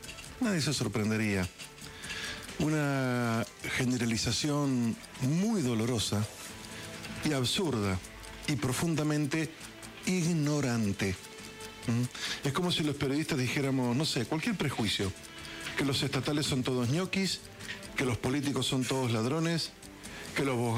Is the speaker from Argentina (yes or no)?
yes; Argentina; todos somos técnicos de la selección argentina